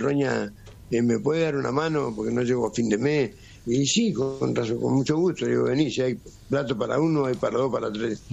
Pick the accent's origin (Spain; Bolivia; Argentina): Argentina; habla como gallego, casi pues coño, para, digo, yo soy argentino.